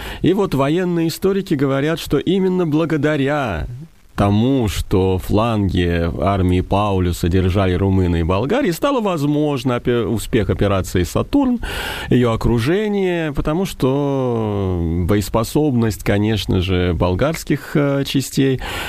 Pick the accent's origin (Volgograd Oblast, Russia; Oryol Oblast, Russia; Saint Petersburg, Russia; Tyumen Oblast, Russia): Volgograd Oblast, Russia; Volgograd; поскольку я сам из Волгограда